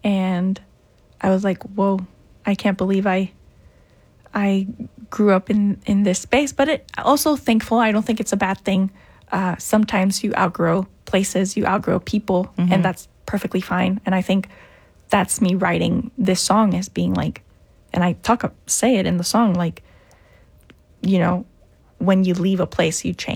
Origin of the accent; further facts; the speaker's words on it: Managua, Nicaragua; now in Dallas, United States; I am an artist born and raised in Managua, Nicaragua, but I moved to Texas 9 years ago